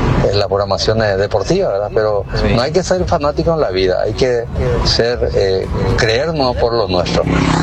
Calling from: Paraguay; Como paraguayo siempre apoyo a nuestra selección

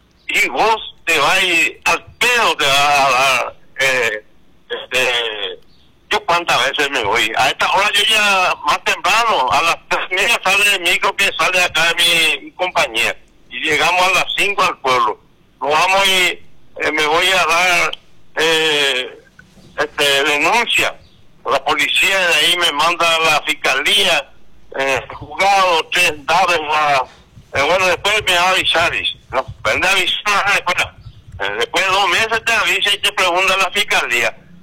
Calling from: Carapeguá, Paraguarí, Paraguay; acá en mi pueblito Carapegua.

